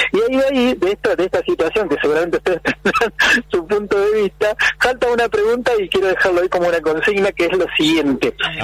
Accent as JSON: {"language": "Spanish", "country": "Argentina", "said": "como los argentinos somos así"}